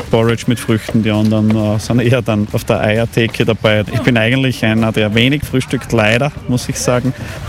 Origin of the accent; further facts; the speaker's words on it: Styria, Austria; für mich als Steirer